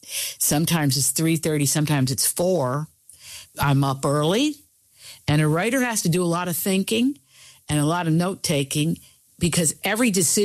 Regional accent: Appalachia, United States; I'm from Appalachia. Some of my best friends there have different politics from me.

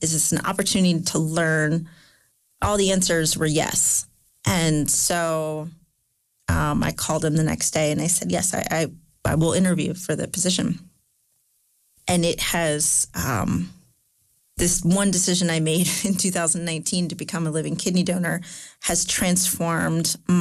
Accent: Bristol, Connecticut, United States; I had seen a sign in my hometown of Bristol

